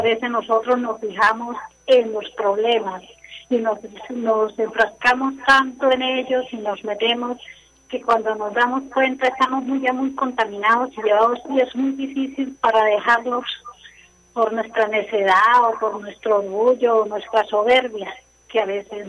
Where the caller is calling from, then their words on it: Gramalote, Norte de Santander, Colombia; De Gramalote, vereda Piedecuesta.